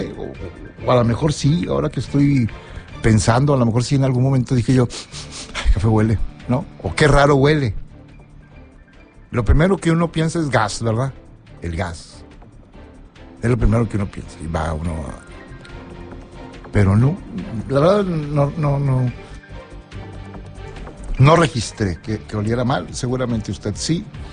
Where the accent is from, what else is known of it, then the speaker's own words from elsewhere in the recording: San Nicolás, Nuevo León, Mexico; yo llegué aquí a Monterrey. Es que vengo de San Nicolás. Llegué a Monterrey y no me dio olor. Claro, en San Nicolás es diferente, allá huele como a rosas.